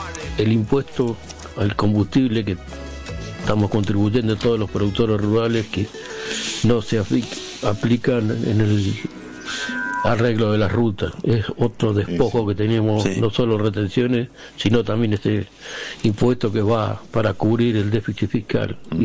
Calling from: Tandil, Buenos Aires Province, Argentina; de Tandil.

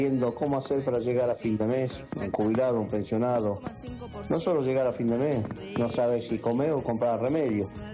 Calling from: Guanchín, La Rioja, Argentina; lo estoy haciendo en mi pueblo Guanchina, 20 kilómetros de Tirsito, La Rioja

